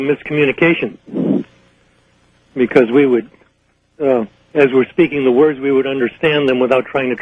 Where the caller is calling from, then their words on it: Grants Pass, Oregon, United States; I'm calling you from Grants Pass, Oregon.